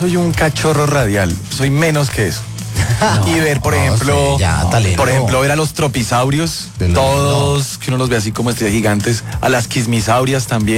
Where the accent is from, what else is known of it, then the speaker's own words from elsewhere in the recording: Colombia; Todos somos colombianos